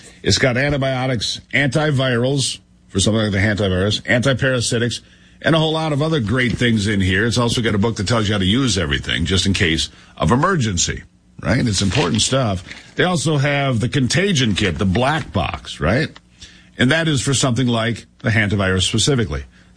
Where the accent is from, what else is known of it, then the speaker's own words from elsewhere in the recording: Michigan, United States; Ellen is in Michigan today, my home state.